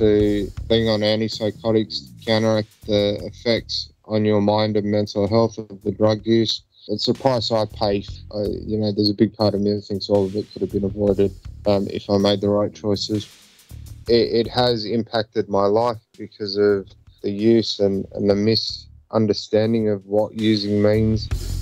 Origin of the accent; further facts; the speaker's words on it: New South Wales, Australia; particularly because it was not in my home state of New South Wales.